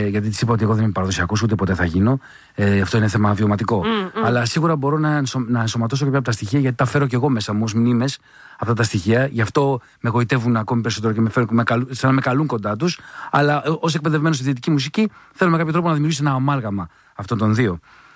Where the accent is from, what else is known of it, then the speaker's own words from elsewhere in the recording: Drama, Eastern Macedonia and Thrace, Greece; Εγώ μεγάλωσα στη Δράμα, όπου στη Μακεδονία και στη Θράκη τα διονυσιακά δρόμενα είναι πολύ έντονα.